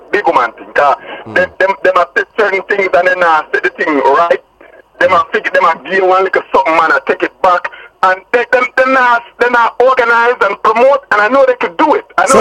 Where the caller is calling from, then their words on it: Jamaica; Yes, it's because we're Jamaican.